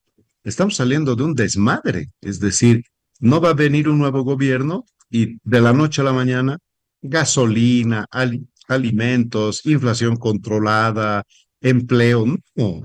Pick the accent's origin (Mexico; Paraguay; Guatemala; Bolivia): Bolivia; Necesitamos definir como bolivianos qué horizonte vamos a tratar de aquí en adelante.